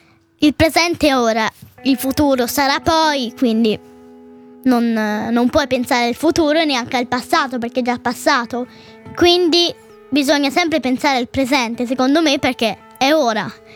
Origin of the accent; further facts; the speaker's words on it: Carrara, Tuscany, Italy; Io sono di Carrara